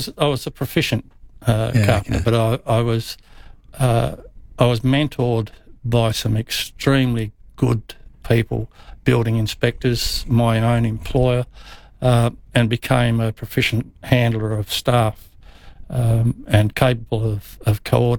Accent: Adelaide, South Australia, Australia; born there; I was born in Adelaide. Parents both their families go right back to the early settlement of South Australia.

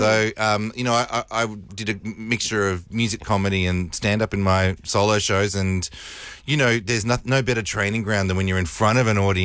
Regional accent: Melbourne, Victoria, Australia; moved away as an adult; also born or lived in New York; Mentone, which is the suburb I grew up in Melbourne.

